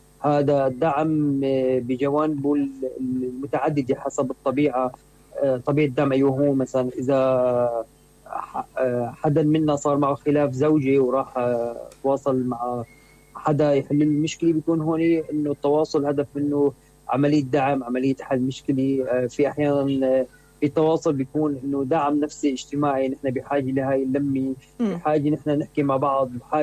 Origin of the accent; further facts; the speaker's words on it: Syria; بتركيبتنا نحن كمجتمع سوري متعودين على حياة العائلة